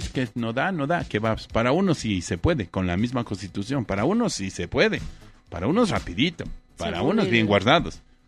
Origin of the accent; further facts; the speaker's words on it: Ecuador; Seguimos en la tremenda delincuencia nosotros como ecuatorianos también.